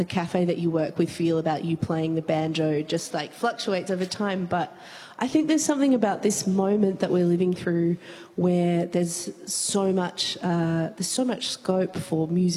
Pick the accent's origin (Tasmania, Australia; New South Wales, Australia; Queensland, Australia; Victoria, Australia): Victoria, Australia; Castlemaine; We'll play a song called … which is about my Elsie in my hometown of Castlemaine, the experience of moving back to your hometown in lockdown